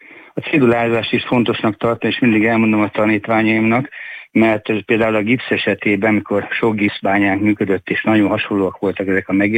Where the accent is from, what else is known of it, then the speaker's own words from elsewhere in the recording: Transdanubia, Hungary; moved away; also born or lived in Szeged; a Bakonyi faluban fölnőttem, több helyen is éltem a Bakony környékén